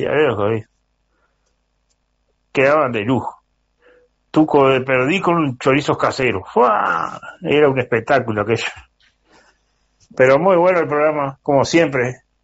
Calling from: Paysandú, Uruguay; de Paysandú.

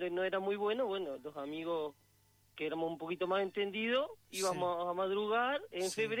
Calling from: Minas, Lavalleja, Uruguay; acá de Minas.

